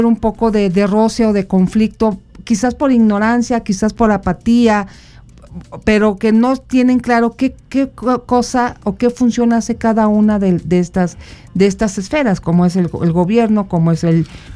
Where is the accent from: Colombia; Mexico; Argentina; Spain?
Mexico; Mexico City; now in San Luis Potosí, Mexico; donde yo crecí, en la Ciudad de México